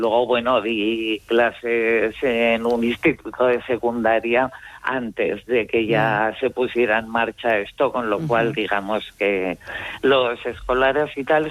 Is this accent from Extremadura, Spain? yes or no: no; Sariñena, Aragon, Spain; Y nada, soy de aquí de Sariñena, con que estupenda.